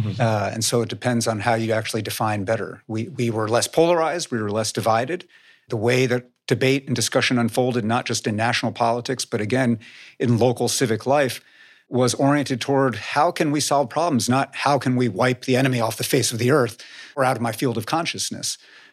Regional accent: Poughkeepsie, New York, United States; I'm the son of Chinese immigrants. I was born in Poughkeepsie, New York. I was raised in the Hudson Valley

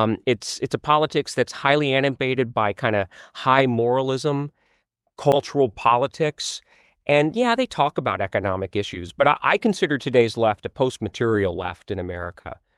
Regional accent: Memphis, Tennessee, United States; I'm from the South, and like to take those stances were unpopular, even, you know, when I was a kid. This is a chapter I devoted to. I grew up in Memphis

